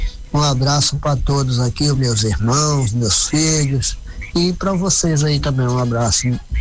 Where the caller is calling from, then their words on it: Paço do Lumiar, Maranhão, Brazil; Tô falando aqui do Maranhão.